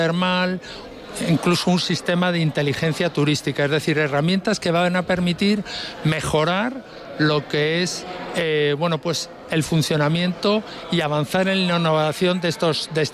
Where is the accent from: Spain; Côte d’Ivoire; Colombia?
Spain; Madrid, Community of Madrid; soy de Madrid, vivo en Madrid.